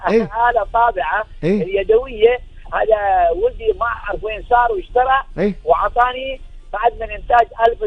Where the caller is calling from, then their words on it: Dubai, United Arab Emirates; لما انتقلت من بيتي بما أنا من الإمارات في دبي من منطقة جميرة إلى منطقة البرشة